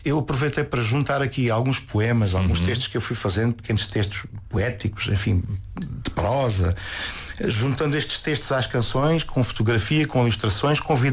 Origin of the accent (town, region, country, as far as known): Alentejo, Portugal